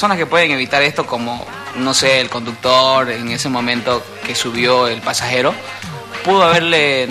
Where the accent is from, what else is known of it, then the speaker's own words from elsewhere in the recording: Jorochito, Santa Cruz, Bolivia; moved away; yo estaba yendo a Jorochito a visitar mi pueblo.